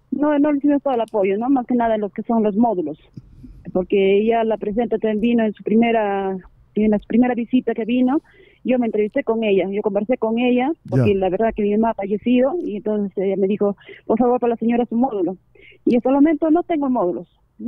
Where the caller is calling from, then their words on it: Peru; soy de aquí de Pumpuya.